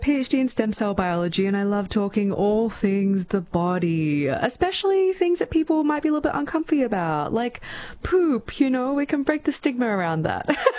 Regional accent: Gold Coast, Queensland, Australia; I'm born and raised on the Gold Coast. It's in my blood.

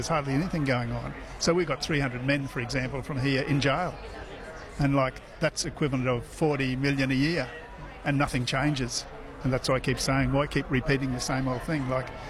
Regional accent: Bowen, Queensland, Australia; I was in Bowen. I come from Bowen. And my family from Bowen. Dad's family were from way back, almost the beginnings of Bowen.

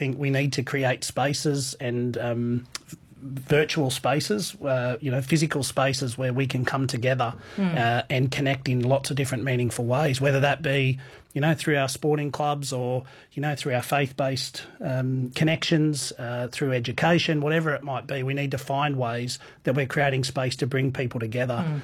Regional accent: Wellington, New Zealand; I remember as a kid, you know, growing up in Wellington, you know, we'd have lots of family and friends that would pop over.

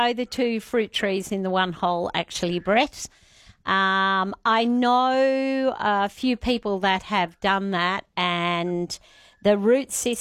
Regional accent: Victoria, Australia; I'm from Victoria.

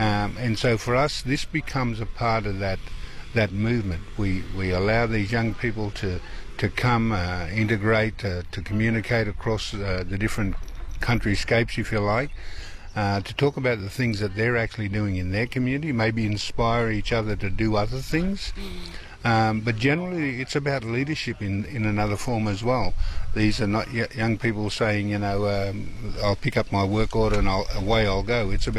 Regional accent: Armidale, New South Wales, Australia; born there; I belong to the Dangati Goombangi people, mid-north coast New South Wales, and I was born in Armidale.

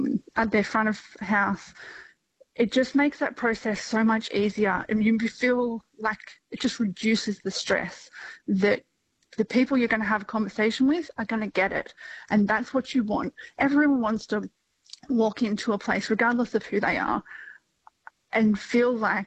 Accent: Orange, New South Wales, Australia; I grew up in Orange as a regional queer kid.

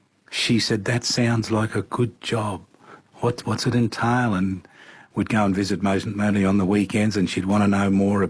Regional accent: Alice Springs, Northern Territory, Australia; born there; and I was born in Alice Springs

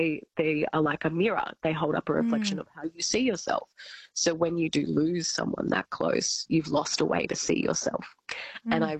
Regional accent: Albury, New South Wales, Australia; In Albury Wodonga, so I'm from Albury, yes.

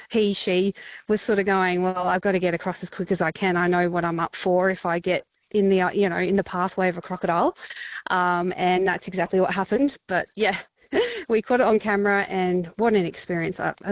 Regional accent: Victoria, Australia; I grew up in National Park, pretty much next door to a national park down south in Victoria.

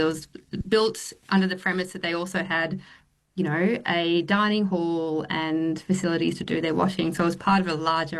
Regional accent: Melbourne, Victoria, Australia; I'm from Melbourne, and so there's definitely a very few number of developments that are building bedsits

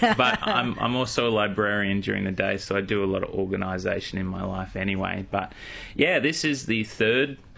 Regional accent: Wagga Wagga, New South Wales, Australia; born there; I was born in Wagga.

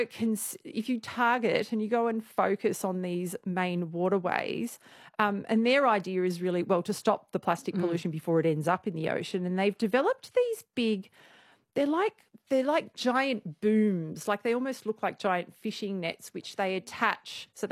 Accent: Australia; just can't help but think, like, as an Australian, wow, we have, we've got waste challenges, but we do have these formal systems which are very, very different to a lot of our neighbours.

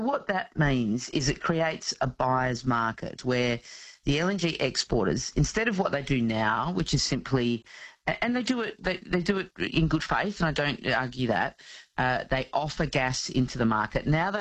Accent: Western Australia, Australia; like my home state of Western Australia does

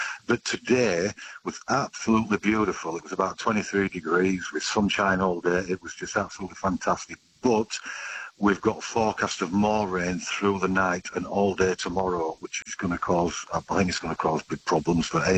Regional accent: Yorkshire and the Humber, United Kingdom; moved away as an adult; now in Australia; Yeah, I'm actually from Yorkshire in the north of England

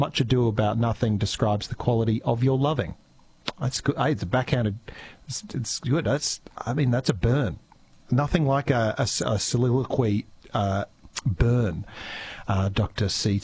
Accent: Australia; it's as simple as hearing Aussie hip hop when you hear our accent, Charlie.

